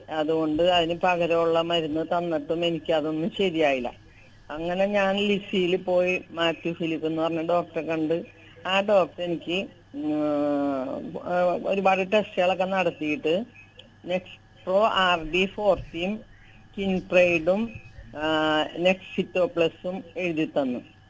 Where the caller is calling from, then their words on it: Paravur, Kerala, India; ഞാൻ പറവൂരിൽ നിന്നാണ് വിളിക്കുന്നത്.